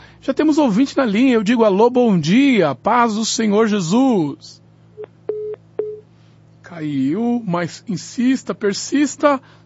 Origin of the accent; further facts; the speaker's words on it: São Paulo, Brazil; Jardim Campinas, minha terra, hein?